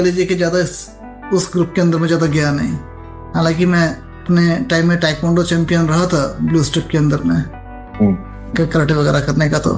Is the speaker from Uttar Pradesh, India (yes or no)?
no; Haryana, India; देखिए, मैं बेसिकली हरियाणा से हूँ।